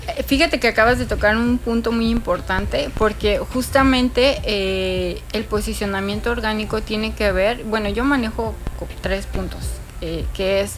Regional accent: Mexico City, Mexico; moved away as an adult; now in Cancún, Mexico; soy de la Ciudad de México, tengo 4 años viviendo aquí en Cancún, amo la playa, soy muy feliz aquí

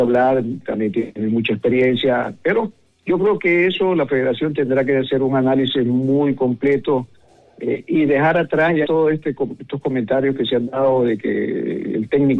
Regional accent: Ecuador; como ecuatorianos teníamos esperanza de que nuestra selección llegara a mejores términos.

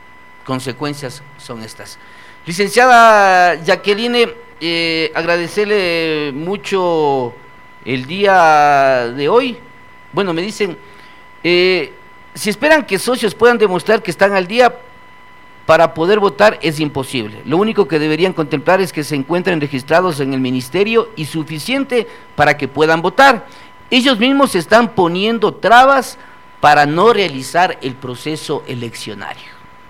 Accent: Ecuador

